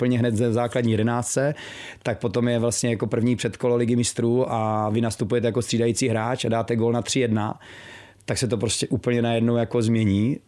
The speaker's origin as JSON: {"language": "Czech", "town": "Brno", "region": "South Moravian Region", "country": "Czechia", "said": "jsem z Brna"}